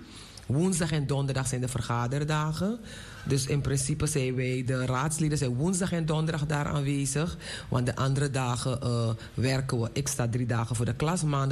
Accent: Suriname; moved away as an adult; now in Netherlands; Ik ben geboren en getogen in Suriname. Op mijn 24ste naar Nederland gekomen.

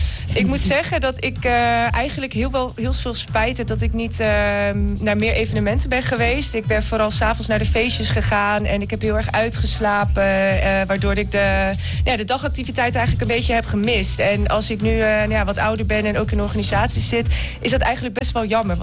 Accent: Flevoland, Netherlands; moved away as an adult; now in Groningen, Netherlands; Ik heb heel lang in vlakbij Emmeloord gewoond.

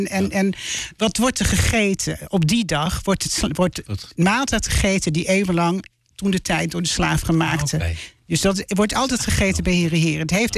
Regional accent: Netherlands; Ik zelf ben hier geboren en getogen

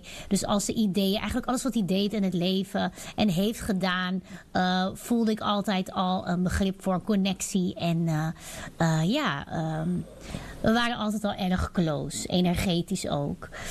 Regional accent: Paramaribo, Suriname; Ja, in Paramaribo.

